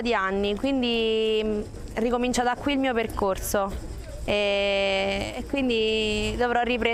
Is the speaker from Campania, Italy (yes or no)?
yes; Benevento, Campania, Italy